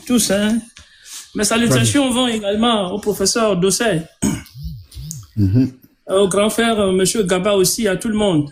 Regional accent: Togo; chez nous au Togo.

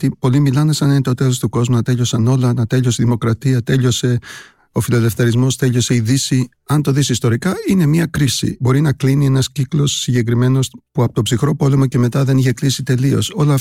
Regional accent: Greece

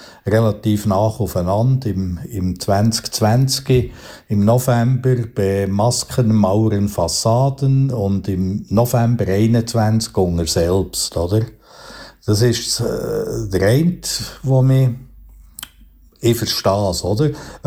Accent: Bern, Switzerland; Beltmoos, ich als Berner kann das absolut nachvollzi

